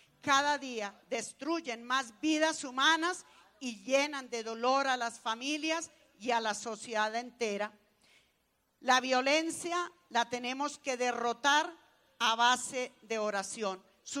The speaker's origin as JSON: {"language": "Spanish", "country": "Colombia", "said": "nosotros como colombianos"}